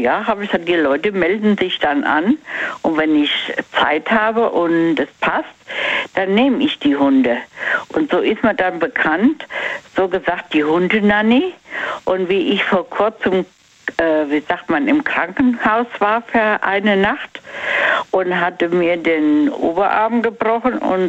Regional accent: Mainz, Rhineland-Palatinate, Germany; Von Mainz.

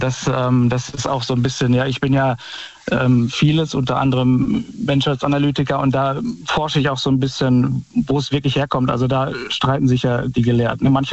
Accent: Bad Wünnenberg, North Rhine-Westphalia, Germany

